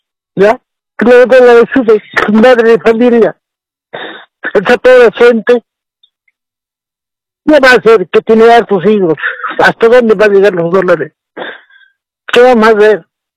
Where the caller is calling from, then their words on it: Puerto Acosta, La Paz, Bolivia; público. Yo soy de Puerto Acosta, provincia de Camacho.